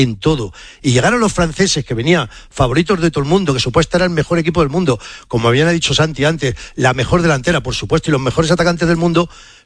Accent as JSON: {"language": "Spanish", "country": "Spain", "said": "orgullosos de ser español, hombre, que somos españoles."}